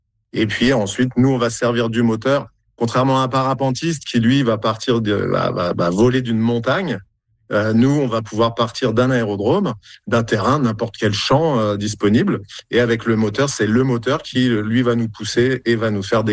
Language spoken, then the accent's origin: French; France; moved away as an adult; now in Yukon, Canada; Alors moi, donc je suis français. Moi, ça fait depuis 16 ans que je fais du paramoteur. Et puis, ça fait 4 ans et demi que je suis dans le Yukon.